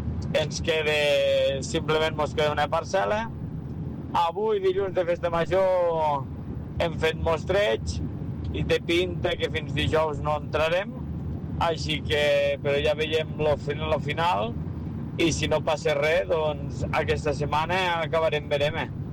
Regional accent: Almenar, Catalonia, Spain; sortint de la festa major del meu poble, d'Almenar

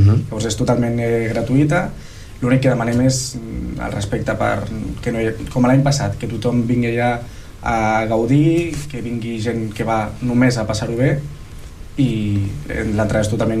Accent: Tordera, Catalonia, Spain; perquè sí que és veritat que som del veïnat de Sant Daniel, no a Tordera Poble, i això a vegades és un hàndicap.

